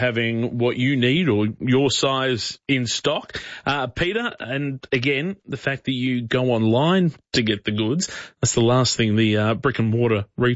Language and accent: English; Geelong, Victoria, Australia; I know growing up in Geelong, you would always shop at Myer whenever you needed something.